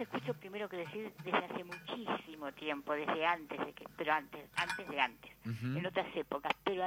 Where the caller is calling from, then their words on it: Montevideo, Uruguay; de Malvin.